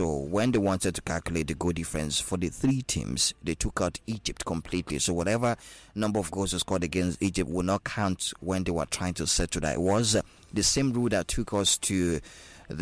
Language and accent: English; Nigeria; It's just down to the quality of refereeing in Nigeria also, and the way we position ourselves.